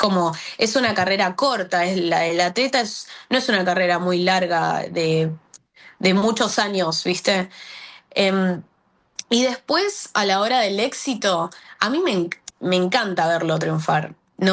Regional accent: Argentina

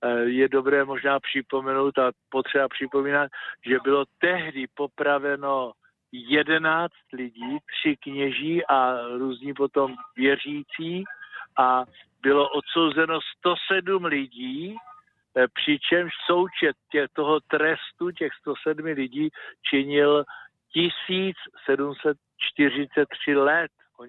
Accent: Moravské Budějovice, Vysočina Region, Czechia; Já to říkám, protože taky jsem tady doma, to je moje rodiště, já jsem absolvent stejného gymnázia v Moravských Budějovicích jako pater Bula

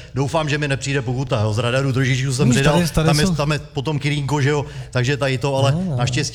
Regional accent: Prague, Czechia; Jsem z Malešic, je

